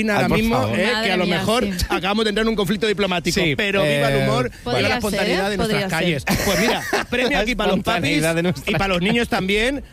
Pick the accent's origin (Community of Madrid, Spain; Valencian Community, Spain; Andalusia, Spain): Andalusia, Spain; Porcuna; Yo soy hijo de Porcunera.